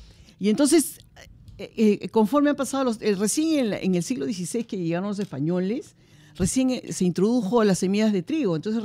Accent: Peru; nuestro país

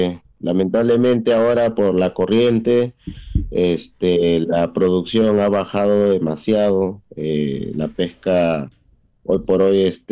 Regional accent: Aucallama, Lima, Peru; yo que soy de Aucayama

